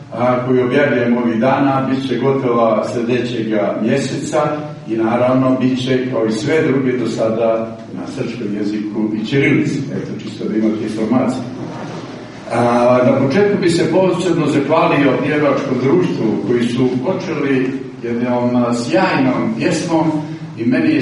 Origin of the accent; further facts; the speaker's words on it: Podgorica, Montenegro; also born or lived in Berane; ja sam bukvalno porastao u Podgorici, a rođen sam u Beranima.